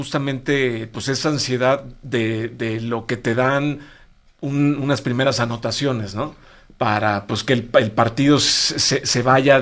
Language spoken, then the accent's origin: Spanish; Mexico; entendiendo como mexicanos